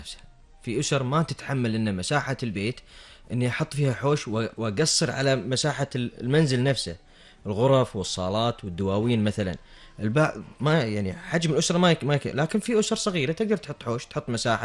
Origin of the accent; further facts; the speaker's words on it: Kuwait; خصوصا عندنا بالكويت لما يكون الشمس حارة جدا